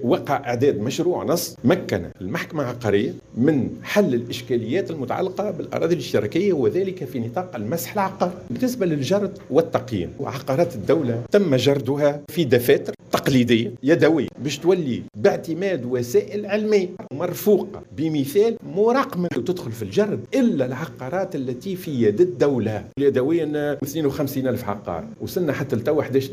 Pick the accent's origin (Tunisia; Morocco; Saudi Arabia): Tunisia; عندنا في تونس